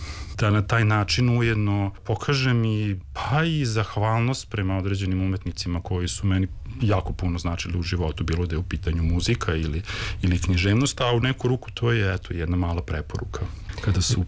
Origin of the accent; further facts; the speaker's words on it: Novi Sad, Vojvodina, Serbia; Ja kao neko ja sam odrastao u Novom Sadu, ali sam jako puno vremena provodio u Tršiću, jer su mi i majka i otac iz Tršića.